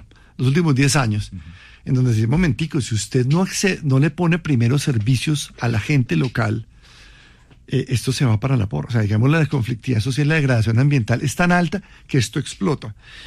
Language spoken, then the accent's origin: Spanish; Colombia; nosotros como colombianos